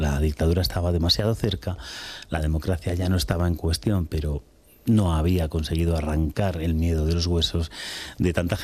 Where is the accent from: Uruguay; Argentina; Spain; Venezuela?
Spain; Extremadura